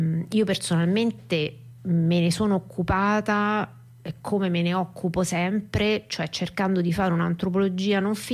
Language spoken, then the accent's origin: Italian; Rome, Lazio, Italy; Io sono romana